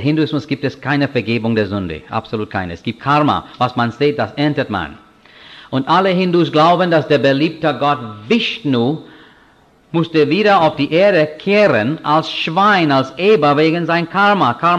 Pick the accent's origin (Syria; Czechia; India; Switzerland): India; German is a second language; moved away; Also als Inder, ich bin Christentum und Jesus Christus sehr dankbar.